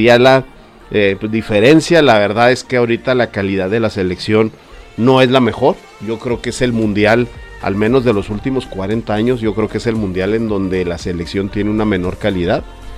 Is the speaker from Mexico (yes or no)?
yes; Mexico; como mexicanos, somos optimistas